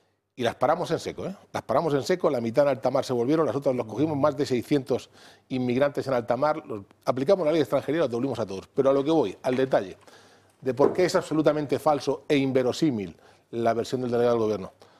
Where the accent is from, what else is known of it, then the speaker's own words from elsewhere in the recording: Region of Murcia, Spain; la llegada de pateras a mi tierra, a la región de Murcia